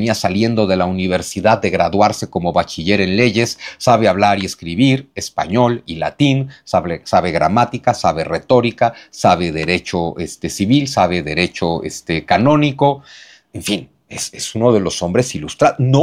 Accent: Mexico; algo hermoso que somos los mexicanos

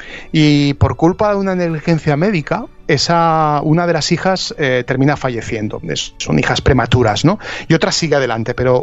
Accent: Zaragoza, Aragon, Spain; born there; en Zaragoza, en la ciudad donde yo nací.

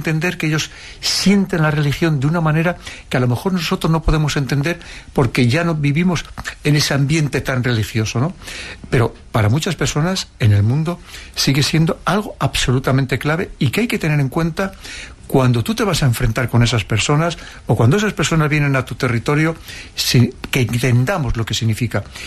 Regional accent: Spain; como españoles, como europeos

